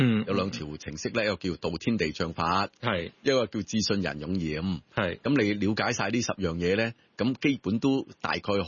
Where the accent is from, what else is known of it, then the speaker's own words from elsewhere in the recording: China; 咁但係唔係好多我哋中國人明白咩叫揀身份